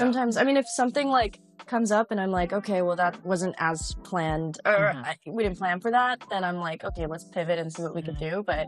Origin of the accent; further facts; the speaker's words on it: Philippines; Okay, I know that we're Filipino, but I like, and I will sing this at home